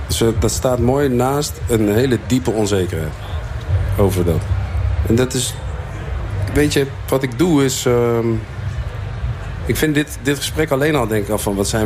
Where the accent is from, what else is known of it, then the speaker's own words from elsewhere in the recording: Zwolle, Overijssel, Netherlands; Ja, ik kom uit Zwolle, maar ja, daar heb ik niks voor hoeven doen, hè.